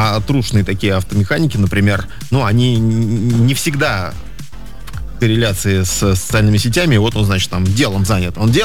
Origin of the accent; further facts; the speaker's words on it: Tolyatti, Samara Oblast, Russia; когда ты живешь в Тольятти, у тебя нет метро